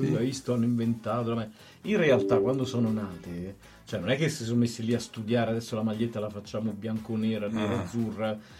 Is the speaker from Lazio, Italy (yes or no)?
yes; Rome, Lazio, Italy; Infatti, pure mio figlio, che noi, io e mia moglie, siamo romani, quindi in casa comunichiamo in romano.